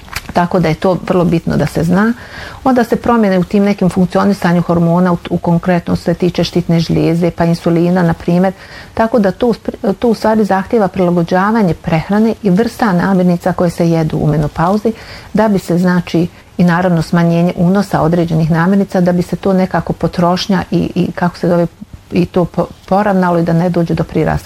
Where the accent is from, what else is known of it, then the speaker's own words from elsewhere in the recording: Orašje, Posavina, Bosnia & Herzegovina; ja sam odrasla u Orašju na Savi